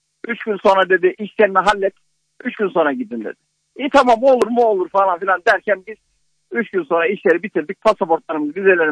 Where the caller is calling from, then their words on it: Ankara, Turkey; Ankara'dan.